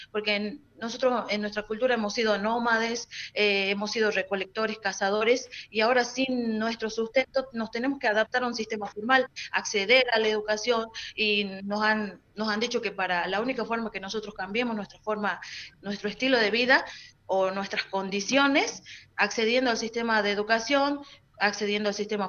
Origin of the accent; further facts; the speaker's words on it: Argentina; somos originarios de acá, que estamos antes de la constitución del Estado Nacional.